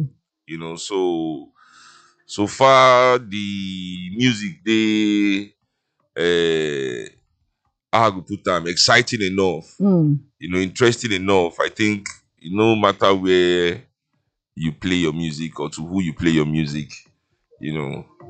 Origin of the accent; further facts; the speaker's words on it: Nigeria; Our essence as Nigerian people comes through, regardless of anywhere we put us.